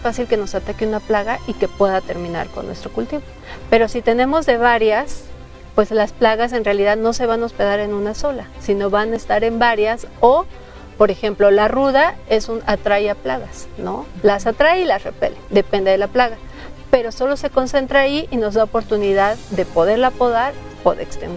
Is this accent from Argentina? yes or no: no; Mexico